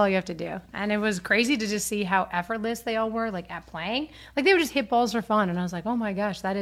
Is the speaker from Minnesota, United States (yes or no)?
yes; Minnesota, United States; I'm like, oh, I'm a Midwesterner, I'm from Minnesota.